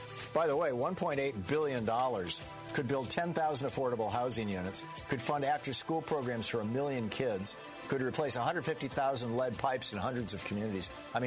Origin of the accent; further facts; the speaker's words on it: Michigan, United States; I grew up in Michigan, and they were like those states.